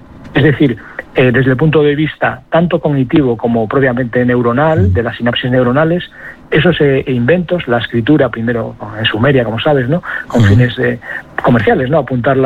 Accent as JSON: {"language": "Spanish", "region": "Galicia", "country": "Spain"}